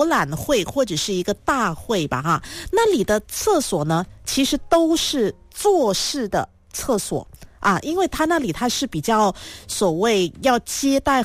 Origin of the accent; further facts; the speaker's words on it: Malaysia; 诶，对我们马来西亚人来说是一个福音呢，很舒服很舒适嘛。